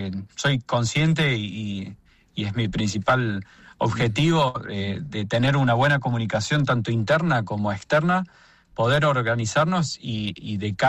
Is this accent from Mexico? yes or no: no; Córdoba, Argentina; moved away as an adult; now in Chubut, Argentina; Yo soy de Córdoba Capital